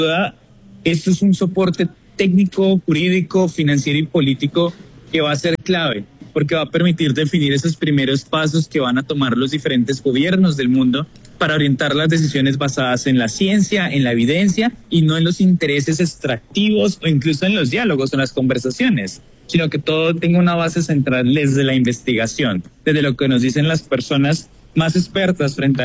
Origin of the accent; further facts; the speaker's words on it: Colombia; nos permite como colombianos